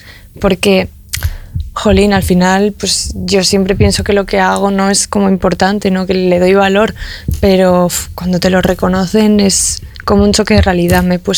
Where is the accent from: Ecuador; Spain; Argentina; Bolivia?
Spain; La Rioja; moved away; montarlo en mi pueblo también, que es mi familia, vive en La Rioja